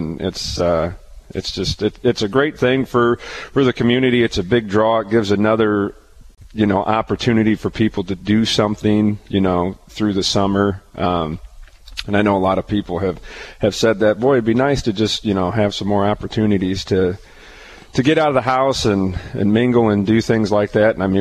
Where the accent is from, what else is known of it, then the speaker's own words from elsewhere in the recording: Peoria, Illinois, United States; I grew up in Peoria.